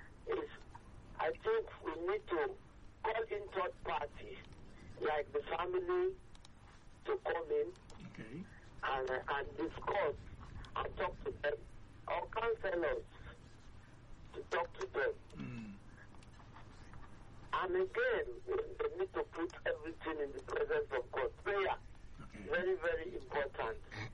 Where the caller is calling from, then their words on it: Lagos, Nigeria; I'm calling from Ikojileki.